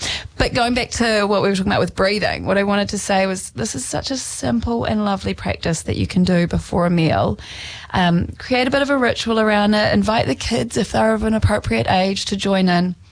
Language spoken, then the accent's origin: English; Wellington, New Zealand; moved away; You would never guess that I'm from Wellington originally